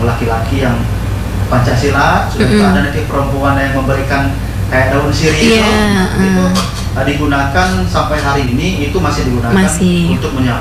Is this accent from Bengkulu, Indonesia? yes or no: yes; Bengkulu, Indonesia; Nah, sebenarnya kayak kalau kita kayak memang saya dibesarkan di Bengkulu Utara itu betul-betul dari orang tua.